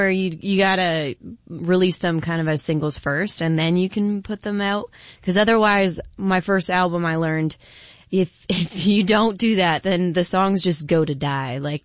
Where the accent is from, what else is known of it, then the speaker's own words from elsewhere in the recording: Windsor, Ontario, Canada; A lot of times, like they'll be like, where are you from in Canada? I said, right next to Detroit.